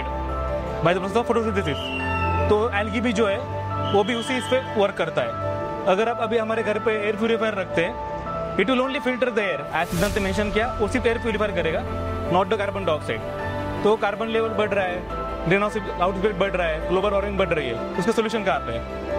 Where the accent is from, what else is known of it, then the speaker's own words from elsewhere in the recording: Beed, Maharashtra, India; I am from basically from Beed Maha